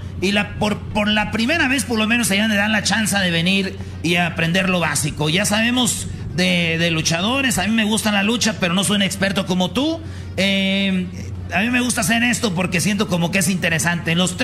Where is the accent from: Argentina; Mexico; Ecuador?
Mexico; Michoacán; Tú eres de Sonora y me llama la atención, yo soy de Michoacán